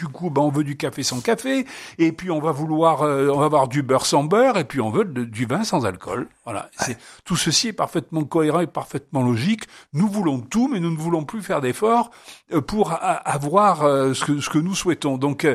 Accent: Provence-Alpes-Côte d'Azur, France; en Provence, où je viens, moi, du Var

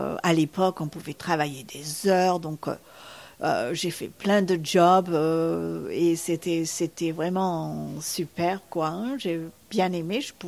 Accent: France; nous en tant que Français, on a l'habitude d'avoir juste deux voies, une pour monter, une pour descendre

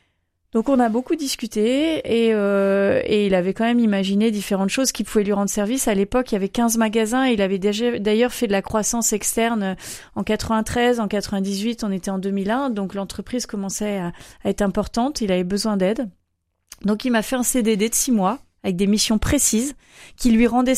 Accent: Saint-Malo, Brittany, France; born there; moved away as an adult; also born or lived in Angers / United States / England; je suis née à Saint-Malo.

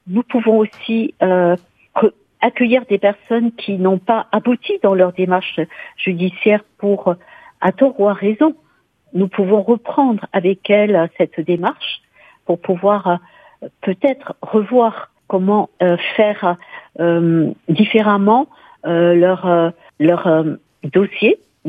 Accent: Corsica, France; chez nous, en Corse

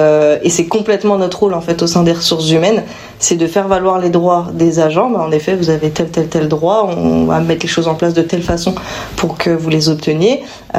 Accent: Chalon-sur-Saône, Bourgogne-Franche-Comté, France; Oui, moi je suis natif de Chalon.

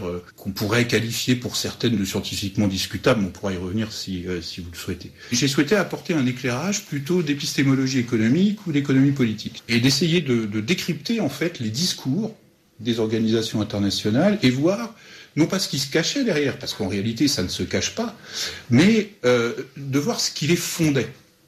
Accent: Dijon, Bourgogne-Franche-Comté, France; born or raised there

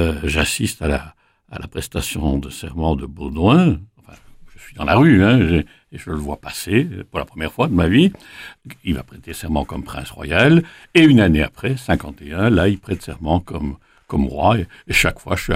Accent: Liège, Wallonia, Belgium; Alors moi, je suis un petit Liégeois qui naît en 1942, en pleine guerre.

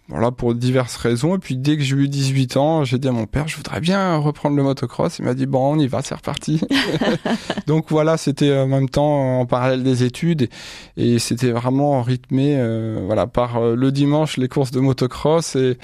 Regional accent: Chavagnes-les-Redoux, Pays de la Loire, France; born or raised there

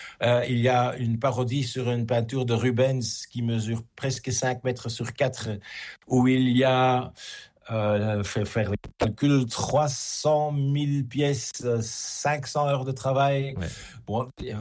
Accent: Belgium

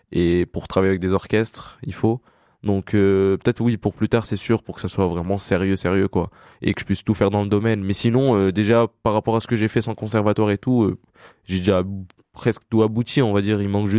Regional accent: Échirolles, Auvergne-Rhône-Alpes, France; quand je dis que je viens des Chirolles, les gens, ils ouvrent grand les yeux et tout. C'est vrai que c'est étonnant aussi de venir de la banlieue

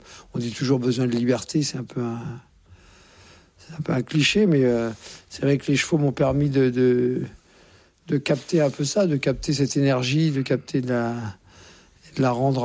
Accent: Courbevoie, Île-de-France, France; born there

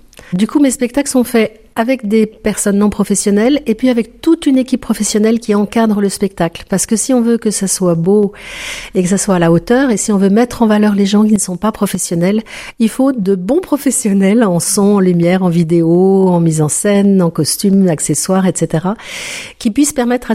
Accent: Lyon, Auvergne-Rhône-Alpes, France; J'ai grandi à Lyon.

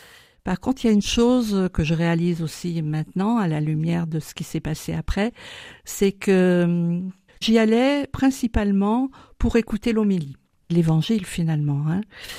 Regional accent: Lyon, Auvergne-Rhône-Alpes, France; Je suis, on va dire, lyonnaise. Voilà, depuis l'âge de 2 ans où je suis arrivée à Lyon, je suis lyonnaise et avec des racines méditerranéennes du côté de ma maman et du sud-ouest de mon papa.

